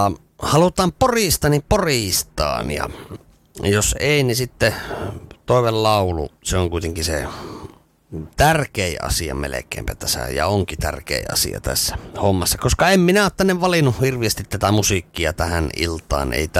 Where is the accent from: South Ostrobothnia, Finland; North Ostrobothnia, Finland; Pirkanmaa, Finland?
North Ostrobothnia, Finland; Kempele; Minähän olen itse Kempeleestä kotoisin ja Kempeleessä asun